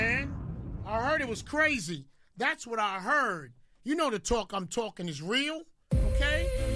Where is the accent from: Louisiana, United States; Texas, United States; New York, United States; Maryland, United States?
New York, United States; New York City; I'm from the Bronx. Not Middle America, not West Coast. I'm not from upstate. From the Bronx.